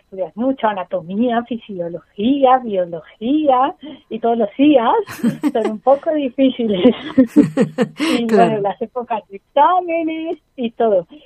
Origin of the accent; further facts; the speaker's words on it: Cusco, Peru; born there; Tengo 29 años. Nací en Cusco, Perú, aunque soy de familia argentina.